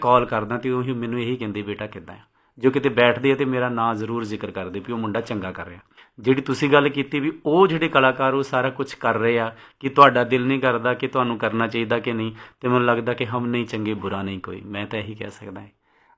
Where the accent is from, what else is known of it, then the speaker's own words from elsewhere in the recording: Punjab, India; ਮੈਂ ਤਰਨ ਤਾਰਨ ਜ਼ਿਲ੍ਹੇ ਦਾ, ਉਹ ਬਿਲਕੁਲ ਬਾਰਡਰ 'ਤੇ ਸਾਡਾ ਪਿੰਡ ਆ